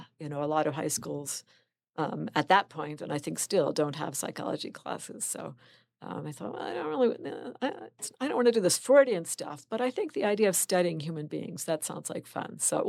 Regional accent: Maryland, United States; I grew up in Maryland, not far from Washington, D.C. So it wasn't exactly the wilderness, but I was fortunate to grow up sort of surrounded by a lot of nature. There was a creek behind my house. I was across the street from a state park

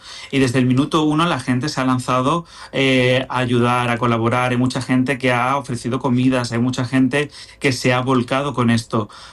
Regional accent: Ceuta, Spain; yo soy un ceutí normal y corriente, sin ninguna afiliación a ningún partido

